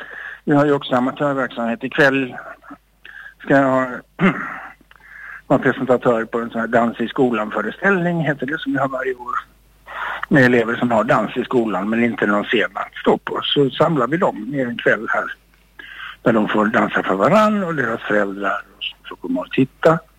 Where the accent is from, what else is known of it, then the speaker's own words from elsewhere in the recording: Lund, Skåne, Sweden; now in Malmö, Sweden; jag växte upp i Lund och då var jag på gymnasiet där